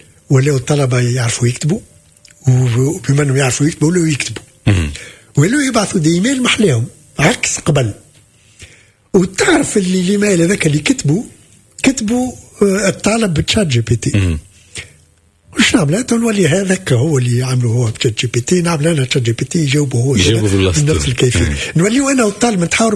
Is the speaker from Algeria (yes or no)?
no; Tunisia; moved away as an adult; انا جاي من تونس